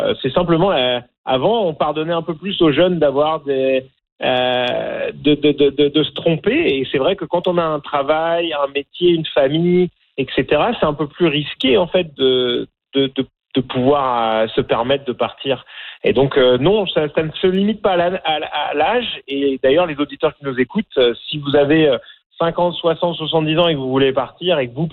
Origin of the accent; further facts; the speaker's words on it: France; accent: French from France; moved away as an adult; now in Canada; j'ai pas l'accent franco-canadien typique. J'ai un accent français de France. Pourtant, ça va faire 20 ans, plus de 20 ans que je vis au Canada, que je suis canadien